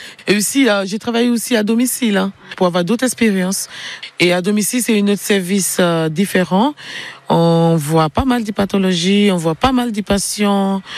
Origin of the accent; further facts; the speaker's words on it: Nigeria; French is a second language; now in Belfort, France; j'étais avec une voisine nigériane et on parlait notre langue maternelle à la maison.